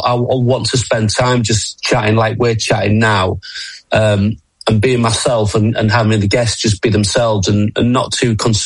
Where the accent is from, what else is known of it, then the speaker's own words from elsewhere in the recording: Yorkshire and the Humber, United Kingdom; I'm a Yorkshireman